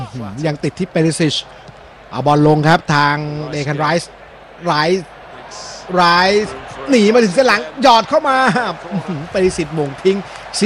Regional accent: Bangkok, Thailand

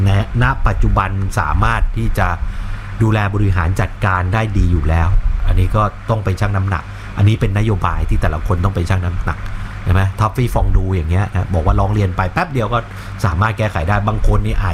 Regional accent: Bangkok, Thailand; เราก็คนกรุงเทพมหานคร

